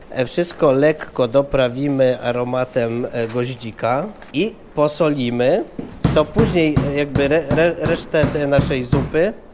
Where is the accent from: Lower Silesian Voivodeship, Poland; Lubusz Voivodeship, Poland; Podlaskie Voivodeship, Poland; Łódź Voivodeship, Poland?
Łódź Voivodeship, Poland; Brzeziny; Brzeziny to są moje rodzinne strony